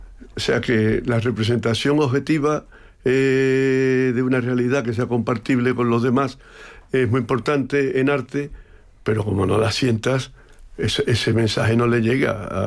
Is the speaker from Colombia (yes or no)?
no; Cádiz, Andalusia, Spain; also born or lived in Seville; yo soy gaditano